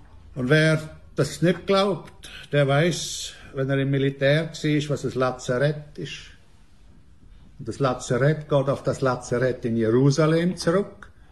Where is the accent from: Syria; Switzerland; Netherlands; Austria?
Switzerland; ich komme aus Altstetten.